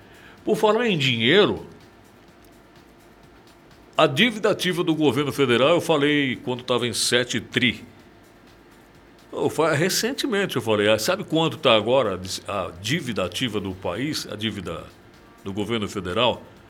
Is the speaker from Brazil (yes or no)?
yes; Brazil; somos brasileiros